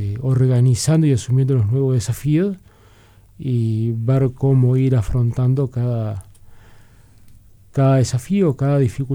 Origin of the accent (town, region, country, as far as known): Minas, Lavalleja, Uruguay